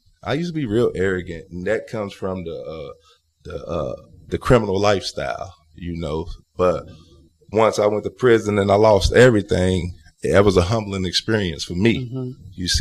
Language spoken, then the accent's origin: English; United States; I grew up in Oakdale Projects.